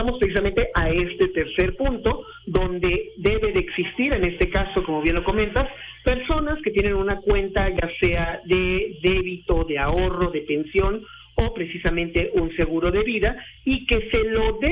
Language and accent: Spanish; Mexico; hablamos mucho como cultura mexicana de la muerte